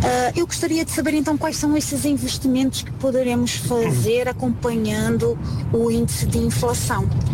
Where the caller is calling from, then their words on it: Porto, Norte, Portugal; estou a falar do Porto